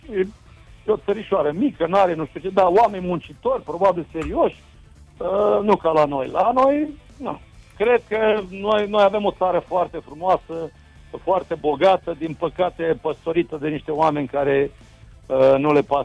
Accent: Romania

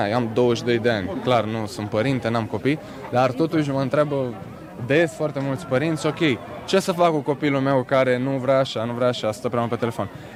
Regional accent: Romania; de unde ești? Și spun, e România

